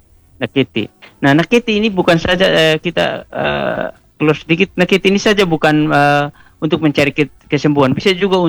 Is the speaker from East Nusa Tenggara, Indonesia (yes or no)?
yes; East Nusa Tenggara, Indonesia; ketika kita bertemu dan damai, ritualnya dalam kalangan kami orang Atoni itu adalah nakiti.